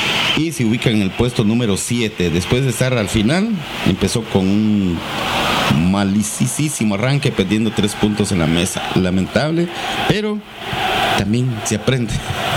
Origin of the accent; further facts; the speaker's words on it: Barberena, Santa Rosa, Guatemala; Yo soy de Barberena, Santa Rosa. Estoy un poco antes de Nueva Santa Rosa y de Nueva Santa Rosa y un poco más lejano de Chiquimunía.